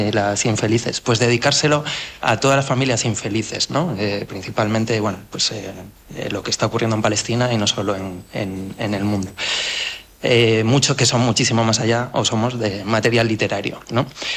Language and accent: Spanish; Gijón, Asturias, Spain; moved away; yo soy de Pumarín, del barrio Pumarín, aunque vivo fuera hace muchos años